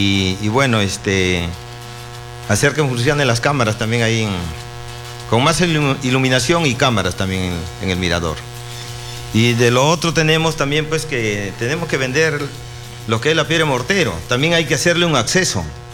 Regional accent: Tamarindo, Piura, Peru; also born or lived in La Libertad; No, soy tamarindeño.

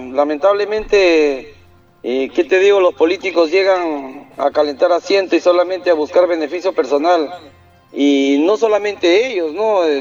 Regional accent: Lambayeque, Peru

